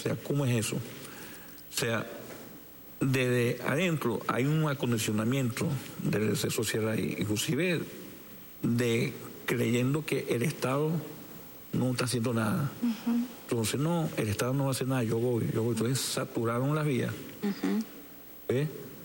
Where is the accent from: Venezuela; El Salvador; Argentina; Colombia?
Venezuela